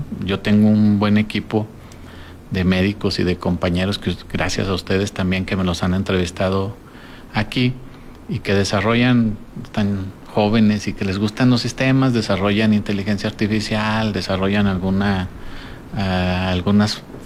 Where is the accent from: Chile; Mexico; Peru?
Mexico; Durango; como somos los duranguenses